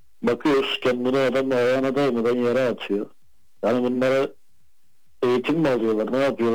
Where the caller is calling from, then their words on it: İzmir, Turkey; ben İzmir'den.